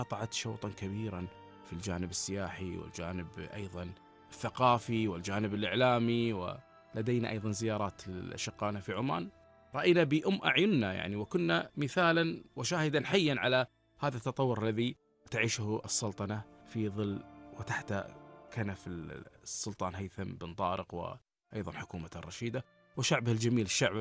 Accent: Kuwait; إحنا يمكن ككويتيين

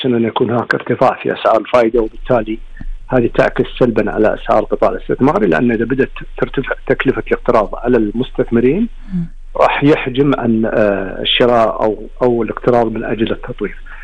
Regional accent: Kuwait; إحنا مشكلة عندنا في الكويت

